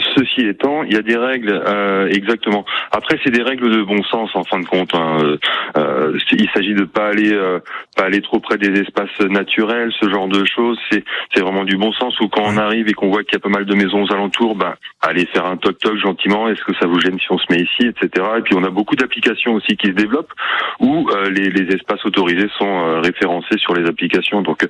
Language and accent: French; Brittany, France; Je suis breton moi